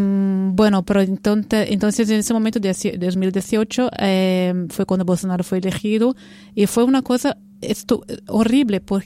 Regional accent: Salvador, Bahia, Brazil; Spanish is a second language; moved away; de Bahía de Salvador, de Bahía de mi ciudad, porque vengo de una región del Nordeste donde Lula siempre gana las elecciones.

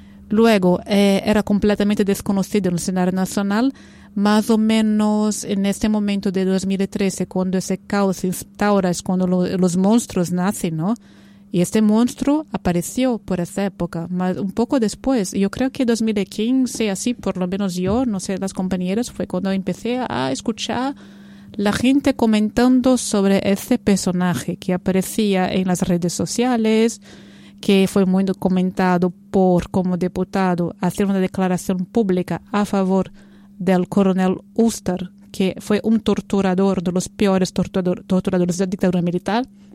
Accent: Salvador, Bahia, Brazil; Spanish is a second language; moved away; de Bahía de Salvador, de Bahía de mi ciudad, porque vengo de una región del Nordeste donde Lula siempre gana las elecciones.

